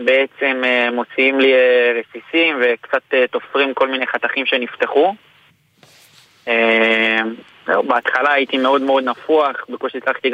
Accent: Jerusalem, Jerusalem District, Israel; אני מירושלים. כל החיים גרתי בירושלים, למדתי בירושלים.

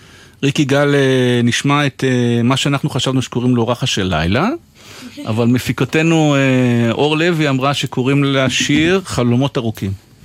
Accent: Acre, Northern District, Israel; moved away; נולדתי באקו

